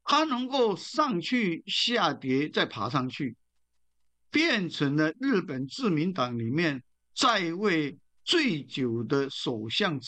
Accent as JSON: {"language": "Chinese", "country": "Taiwan", "said": "我们台湾人很熟悉的"}